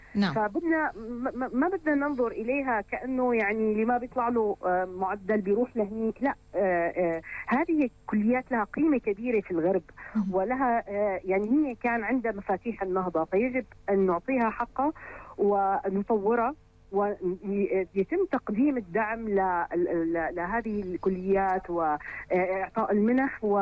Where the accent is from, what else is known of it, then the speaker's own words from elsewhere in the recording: Syria; لنا كسوريين